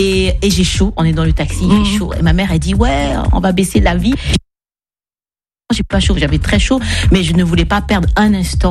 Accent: San Pedro, Bas-Sassandra, Côte d’Ivoire; born there; also born or lived in France

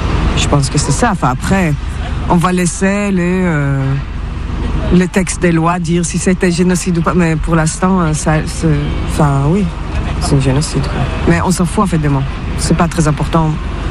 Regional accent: Haifa, Haifa District, Israel; born there; French is a second language; moved away; Je suis née à Haïfa, c'est genre 3 heures de Beyrouth

